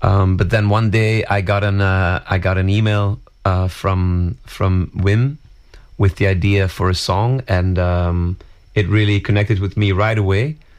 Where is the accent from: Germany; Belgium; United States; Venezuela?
Belgium; the fact that it's a Belgian collab because of my music brings me to countries that are far away from my home country. But this was such a nice thing to make a song with another fellow Belgi